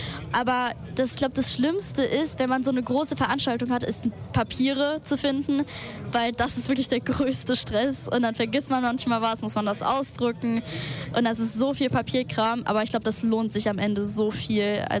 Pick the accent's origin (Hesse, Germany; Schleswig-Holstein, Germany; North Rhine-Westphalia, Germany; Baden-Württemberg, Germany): North Rhine-Westphalia, Germany; Cologne; Und ich komme aus Köln.